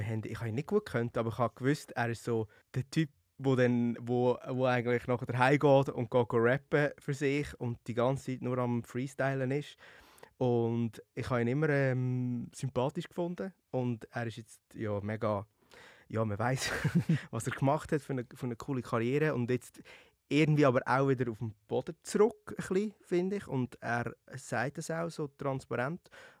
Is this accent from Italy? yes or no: no; Lucerne, Switzerland; Wir sind wieder im Maihof in meiner Jugend. Ich bin im Maihof aufgewachsen